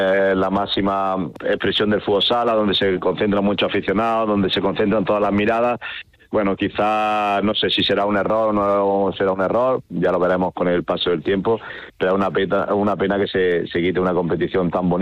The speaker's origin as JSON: {"language": "Spanish", "town": "Jaén", "region": "Andalusia", "country": "Spain", "said": "y yo que soy de Jaén, pues muchísimo más."}